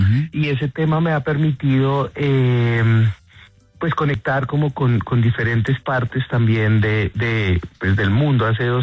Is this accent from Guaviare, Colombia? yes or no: yes; Guaviare, Colombia; Entonces digamos que yo vengo del Guaviare, nosotros como que vivimos todos estos temas de la violencia del Guaviare en el 99